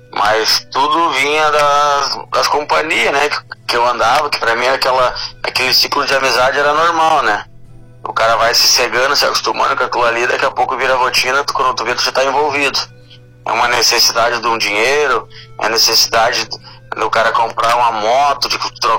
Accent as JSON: {"language": "Portuguese", "region": "Rio Grande do Sul", "country": "Brazil", "tie": "born or raised there", "moved": "yes", "said": "Sim, eu sou do Rio Grande do Sul"}